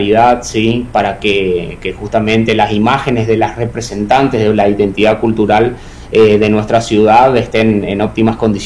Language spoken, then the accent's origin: Spanish; Oberá, Misiones, Argentina